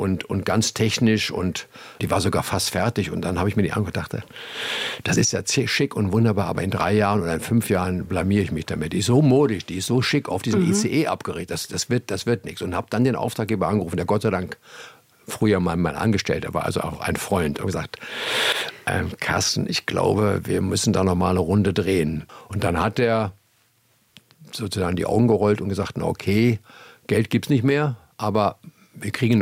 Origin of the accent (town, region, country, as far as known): Stadthagen, Lower Saxony, Germany; born there